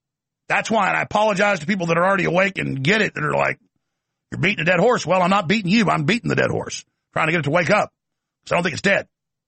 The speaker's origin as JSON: {"language": "English", "region": "Texas", "country": "United States", "said": "I'm one guy from Texas, and look at what we've done."}